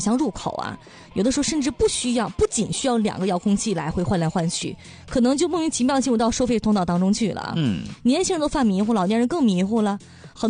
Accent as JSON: {"language": "Chinese", "town": "Dalian", "region": "Liaoning", "country": "China", "said": "关于我们大连人的这个很多凉菜，"}